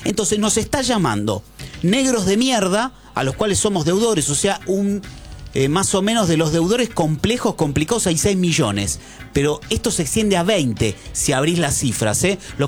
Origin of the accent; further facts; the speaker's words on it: Argentina; Yo no. Para mí somos todos argentinos.